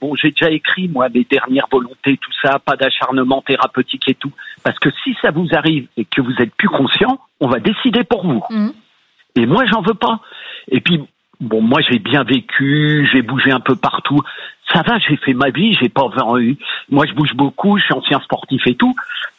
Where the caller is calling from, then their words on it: Occitanie, France; De l'Aveyron.